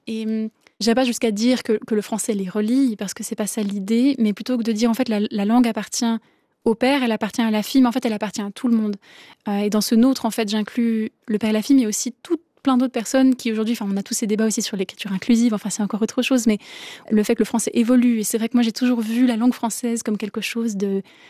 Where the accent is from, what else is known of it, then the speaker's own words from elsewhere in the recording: Romandy, Switzerland; en tant que Suisse, que Suisse romande.